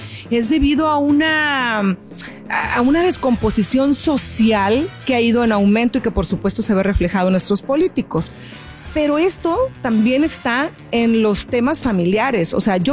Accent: Mexico; finalmente somos mexicanas y tenemos que hablar de esto

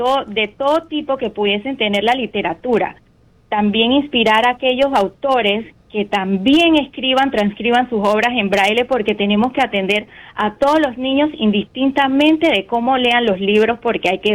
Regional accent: Panama; Sí, yo soy de Panamá. Ese es mi país natal.

